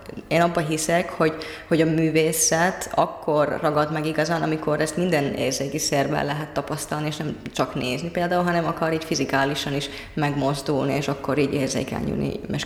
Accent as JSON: {"language": "Hungarian", "country": "Finland", "second_language": "Hungarian", "said": "kicsit ilyen hazajátszás is, mivel finn vagyok egyébként"}